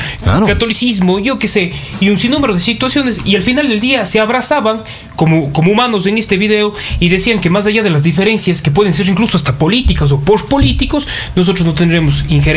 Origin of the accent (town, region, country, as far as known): Ecuador